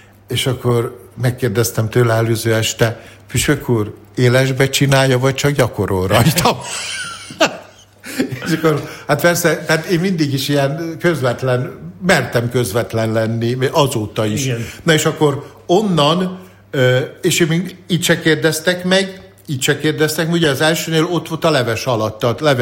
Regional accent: Hungary; 6 falu tartozott hozzám, kivéve az én szülőfalum, tehát a másik 6 horvát falu

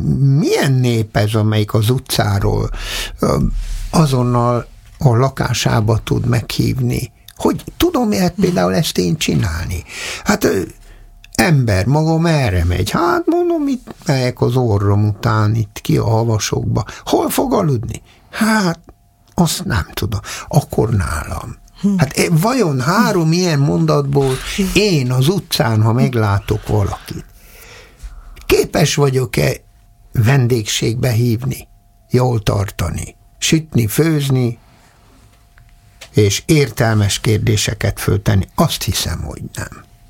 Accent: Budapest, Hungary; born there

